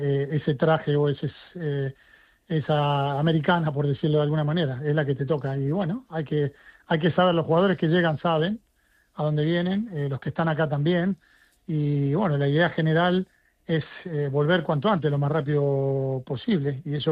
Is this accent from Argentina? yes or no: yes; Argentina; argentino te hablo